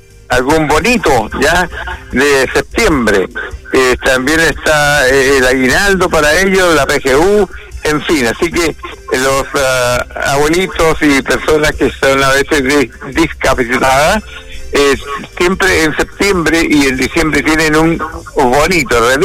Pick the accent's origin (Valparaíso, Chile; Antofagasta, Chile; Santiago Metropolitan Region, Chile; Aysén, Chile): Antofagasta, Chile; Tocopilla; En mi tierra, yo nací ahí en Tocopilla, en el hospital Marcos Macuada, hace muchos años. Viví en la calle Mata y también viví en la calle Washington, frente a la residencial